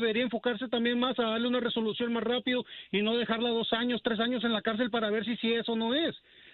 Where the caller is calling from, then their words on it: Mexico; yo soy mexicano, pero mi esposa es del Salvador.